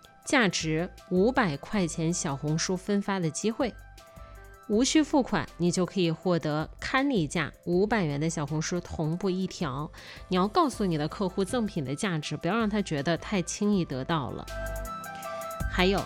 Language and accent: Chinese; Kaifeng, Henan, China; moved away; 从新郑机场到我的老家开封还有1个小时的时间